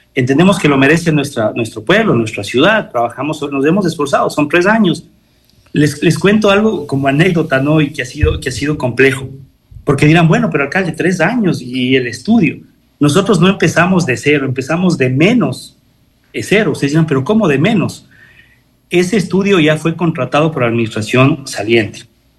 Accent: Guaranda, Bolívar, Ecuador; moved away as an adult; now in Quinsaloma, Ecuador; Yo de donde vengo, yo soy guarandeño de nacimiento, estuve en Guaranda hasta que cumplí 19 años y conocí con Quinsaloma y creí en esta tierra y me volví hijo de aquella.

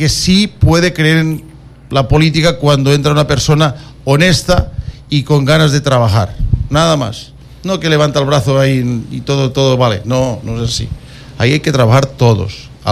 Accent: Quevedo, Los Ríos, Ecuador; Spanish is a second language; A ver, claro, son 18 años y lo que pasa es que hay muchas veces que yo pienso que el castellano no es mi primer idioma.

